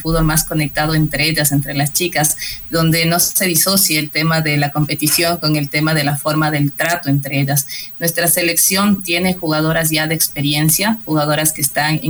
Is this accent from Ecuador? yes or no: yes; Ecuador; como selección del Ecuador, como jugadoras ecuatorianas